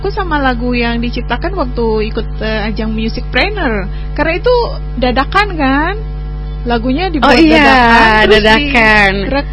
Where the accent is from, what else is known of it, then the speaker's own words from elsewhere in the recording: Ambon, Maluku, Indonesia; bahasa kita sendiri Ambon